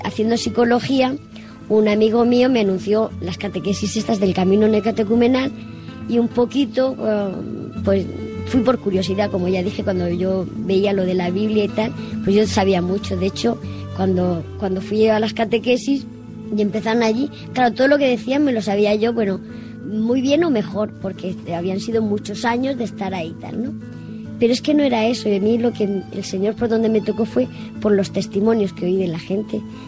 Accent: Valencia, Valencian Community, Spain; now in Murcia, Spain; me vine de Valencia aquí a Murcia, porque en Murcia sí que hay psicología

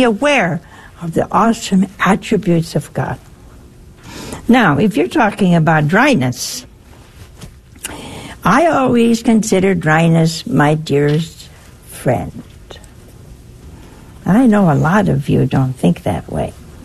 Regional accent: Ohio, United States; Oh, hey, that's my home state.

